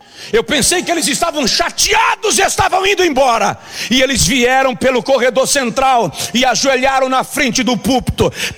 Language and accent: Portuguese; Bahia, Brazil; Eu vim da Bahia, tenho nada a ver com nada, eu sou apenas a boca.